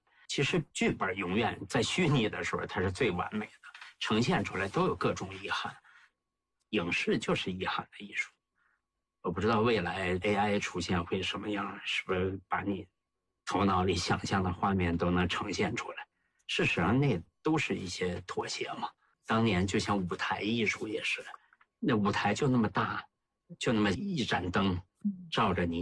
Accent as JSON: {"language": "Chinese", "region": "Heilongjiang", "country": "China", "tie": "born or raised there", "said": "就因为我本身是黑龙江人嘛，小时候文目睹，我对那块土地特别熟悉嘛"}